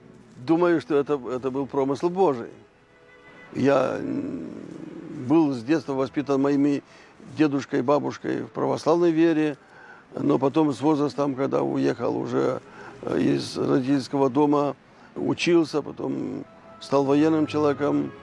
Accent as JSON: {"language": "Russian", "country": "Moldova", "moved": "yes", "lives_now": "Bad Ems, Germany", "said": "Я сам из Молдавии, молдаванин"}